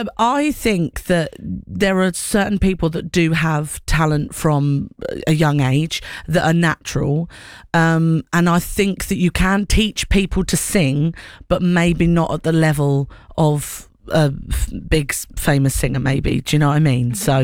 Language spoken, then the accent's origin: English; Essex, East of England, United Kingdom; moved away as an adult; now in North East England; So you can hear my accent. I am originally from down south, Essex.